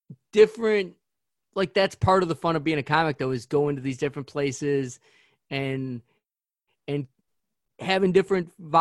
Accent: Illinois, United States; I'm an Illinois guy. Like, I grew up in Illinois. My family's in Illinois, but I was living in California at the time.

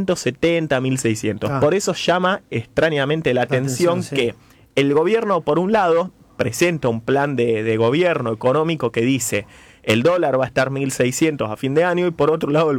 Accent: Argentina

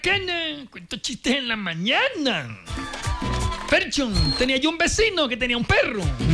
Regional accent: Tolima, Colombia; accent: tolimense; Salió bueno el acento tolimense

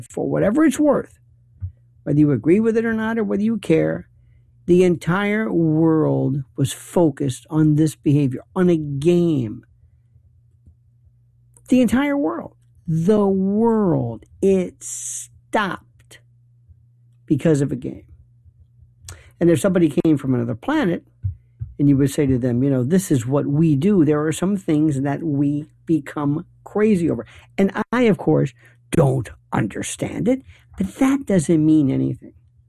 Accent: Tampa, Florida, United States; I grew up in Florida or Tampa. Not Tampa Bay, Tampa. And it's a most unique place.

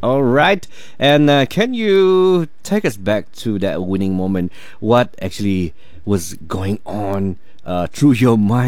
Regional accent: Malaysia; as a Malaysian.

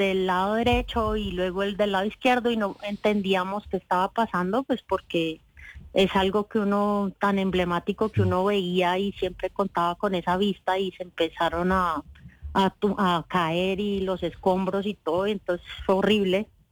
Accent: Colombia; moved away as an adult; yo soy de Colombia

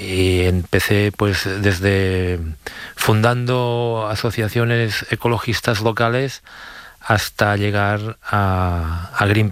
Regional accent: Catalonia, Spain; ayer mismo al lado de mi pueblo, fui a apagar un incendio en el municipio de Subirats

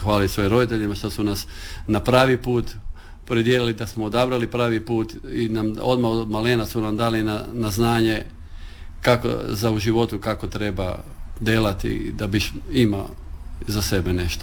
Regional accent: Motovun, Istria County, Croatia; odakle si, prvo reći iz Motovuna, iz Kaldira, to su moji korijeni, to je moj rod i jako sam ponosan

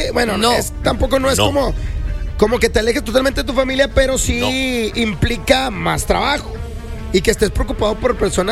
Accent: San Nicolás de los Garza, Nuevo León, Mexico; yo soy de San Nicolás.

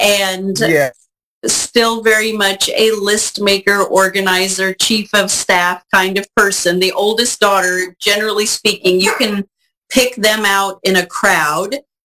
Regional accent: Kansas City, Kansas, United States; I am 52, and I was born and raised in Wyandotte County. I was born at 13th and Orville.

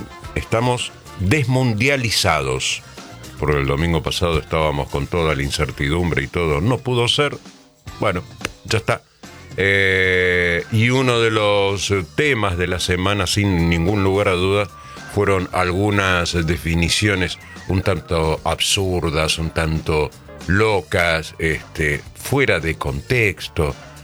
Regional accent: Argentina; Mire, yo no recuerdo que acá en mi país, en la República Argentina

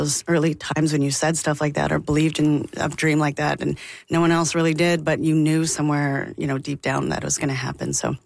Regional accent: Calgary, Alberta, Canada; also born or lived in Jasper; And I grew up half in Jasper and then on a farm or a ranch outside of Calgary for most of my life.

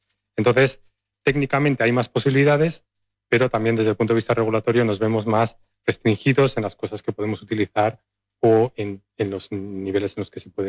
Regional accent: Valladolid, Castile and León, Spain; moved away; Yo soy de Valladolid.

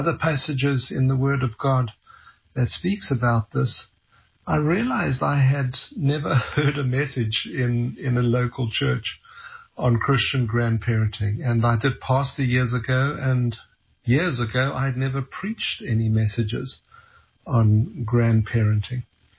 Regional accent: South Africa; accent: South African; moved away as an adult; also born or lived in London, England; now in Canada; I was born in London, England, a Scottish father, an English mother. And when I was a child, we emigrated to South Africa, and that's my accent. I lived in South Africa for 25 years.

